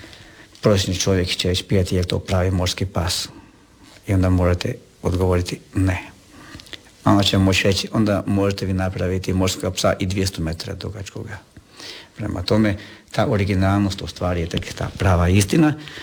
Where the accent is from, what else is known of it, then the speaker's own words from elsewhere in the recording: Međimurje County, Croatia; moved away; Znao sam da moj rodni kraj, Međimurje, nema takvih stvari.